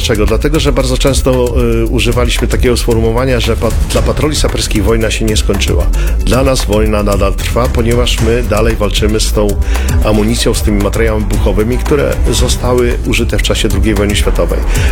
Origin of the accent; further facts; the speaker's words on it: eastern Poland, Poland; Ewentualnie praca fizyczna gdzieś na jakichś tam, prawda, rubieżach wschodnich, skąd pochodzę i tam po prostu odpoczywam